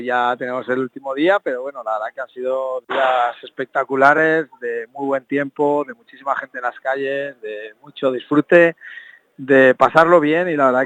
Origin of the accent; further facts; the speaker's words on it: Calanda, Aragon, Spain; yo es que estoy enamorado de mi pueblo y sobre todo de mi gente y de la gente de Calanda